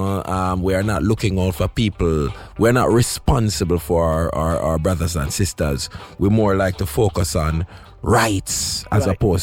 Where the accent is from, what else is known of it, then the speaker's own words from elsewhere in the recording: Kingston, Kingston Parish, Jamaica; So I grew up in Franklin Town, Kingston 16.